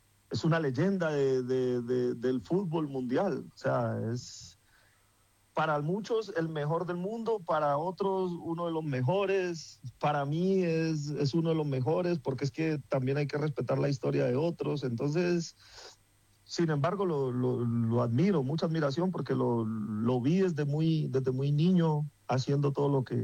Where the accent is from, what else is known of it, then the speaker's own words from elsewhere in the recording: Colombia; como colombiano y jugador vigente